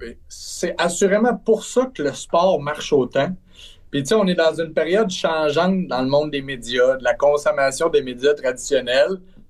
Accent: Trois-Rivières, Quebec, Canada; Le plus absurde là-dedans, c'est que je viens de Trois-Rivières.

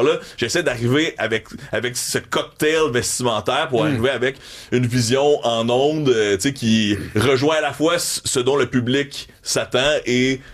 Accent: Montreal, Quebec, Canada; Je viens encore de Tétroville. Je viens encore de l'Est de Montréal.

